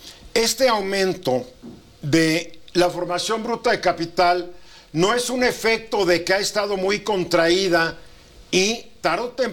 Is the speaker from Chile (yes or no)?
no; Mexico City, Mexico; Pues yo soy de la Ciudad de México y aquí me tocó.